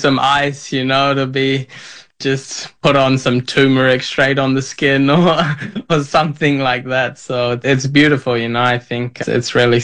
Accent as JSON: {"language": "English", "country": "New Zealand", "tie": "born there", "said": "Obviously, I was born in New Zealand, but I come from Indian background with Punjabi parents."}